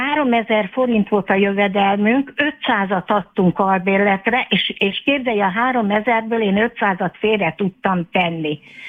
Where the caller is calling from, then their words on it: Hungary; hogy igen, hogy magyar vagyok